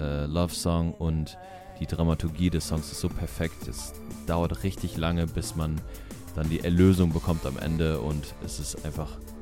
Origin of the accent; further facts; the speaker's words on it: Cologne, North Rhine-Westphalia, Germany; Ich komme aus Köln am Rhein.